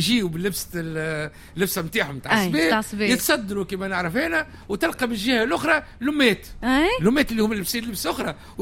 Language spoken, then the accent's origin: Arabic; Tunisia; وإحنا عندنا في تونس